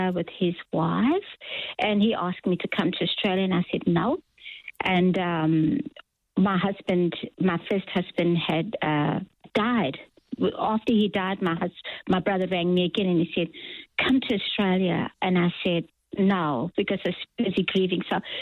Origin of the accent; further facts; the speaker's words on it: Durban, KwaZulu-Natal, South Africa; I was born in Durban in 1958, and that's where I was raised